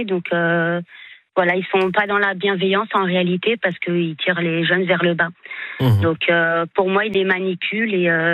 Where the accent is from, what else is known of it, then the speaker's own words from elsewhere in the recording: Île-de-France, France; Moi, j'ai grandi près de Gare-Charcelles